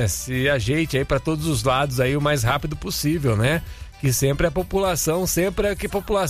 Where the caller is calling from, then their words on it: Capelinha, Minas Gerais, Brazil; Bom dia, sou do norte de Minas Gerais. Fico ouvindo vocês todos os dias. … bom dia, tudo bem? Eu ouço vocês, viu? Sou de Capelinha.